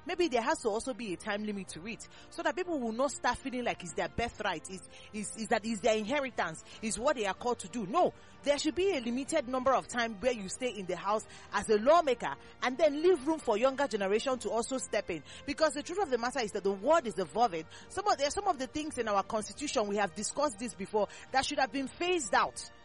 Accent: Nigeria; as a Nigerian

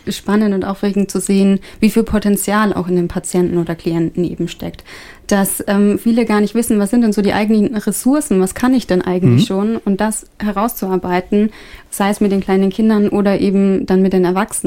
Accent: Bavaria, Germany; also born or lived in Canada; now in Northern Germany; Ich komme ursprünglich aus Oberfranken und bin 2024 eben in den echten Norden gezogen. Zwischenzeitlich hat es mich mal nach Kanada verschlagen und auch nach Niederbayern.

